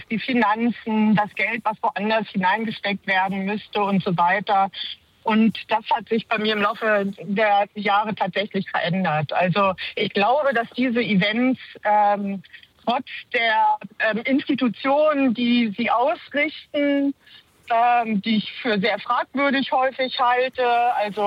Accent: Hamburg, Germany; aber ich bin ja auch Hamburgerin

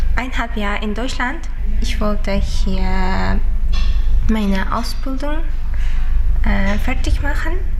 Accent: Uzbekistan; German is a second language; moved away as an adult; now in Germany; ich bin 24 Jahre alt. Ich komme aus Usbekistan. Früher war ich Opernmädchen. Ich bin seit 1,5 Jahren in Deutschland.

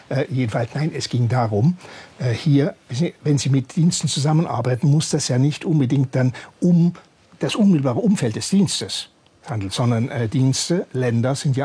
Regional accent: Baden-Württemberg, Germany

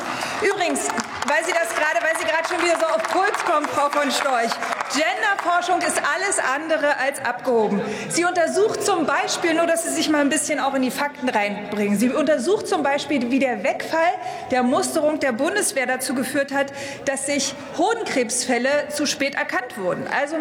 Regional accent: East Germany, Germany; Als Ostdeutsche ist es mir natürlich auch persönlich ein Anliegen, dass wir endlich auch mehr ostdeutsche Universitäten in der Exzellenzliga haben.

